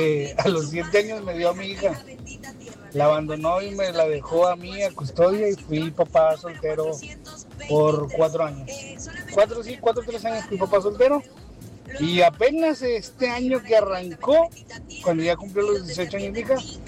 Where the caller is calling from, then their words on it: Monterrey, Nuevo León, Mexico; Y soy de Monterrey